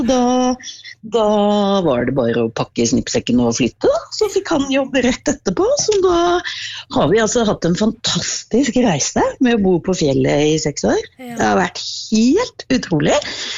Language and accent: Norwegian; Oslo, Norway; Ja, nei, vi er fra Oslo, og så hadde vi, var så heldige å kjøpe oss en hytte på Golsfjellet